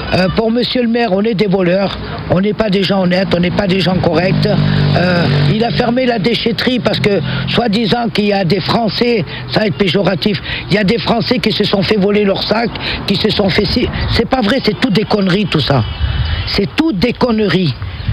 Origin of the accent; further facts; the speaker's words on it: Manosque, Provence-Alpes-Côte d'Azur, France; born there; Et pourtant, on est français. Moi, je suis né à Manosque, j'ai 67 ans.